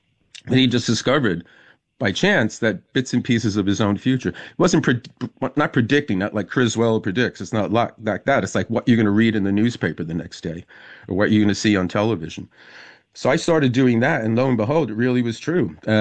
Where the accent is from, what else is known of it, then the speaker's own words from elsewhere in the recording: New Jersey, United States; I mean, I when I grew up in New Jersey, I knew lots of people who were great musicians.